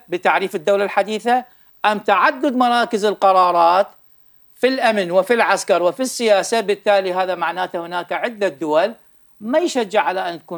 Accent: Iraq; أنا عراقي

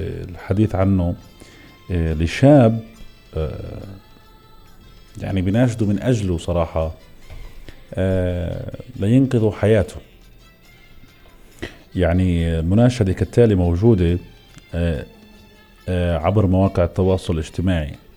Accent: Hebron, Hebron Governorate, Palestine; مثل ما بنسميها إحنا في الخليل،

